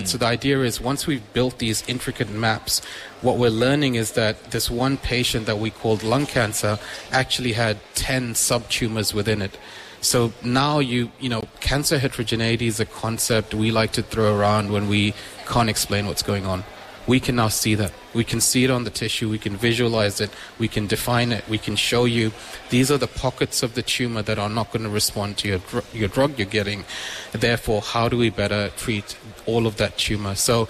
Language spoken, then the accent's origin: English; South Africa; now in Brisbane, Australia; It was 2 a.m. at a hospital, and I grew up in South Africa